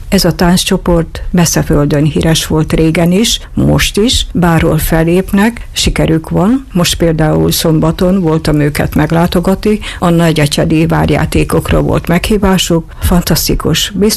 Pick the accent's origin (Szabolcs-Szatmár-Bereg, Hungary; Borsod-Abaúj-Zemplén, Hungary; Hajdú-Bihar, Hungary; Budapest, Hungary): Szabolcs-Szatmár-Bereg, Hungary; Fülpösdaróc; born there